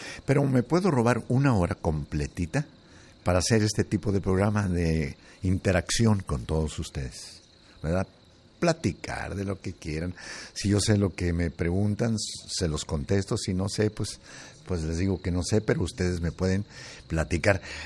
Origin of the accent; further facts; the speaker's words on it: Tlaltenango, Zacatecas, Mexico; now in United States; yo que soy de Zacatecas, pues no digo soy de Zacatecas capital, soy de un pueblo que se llama Tlaltenango.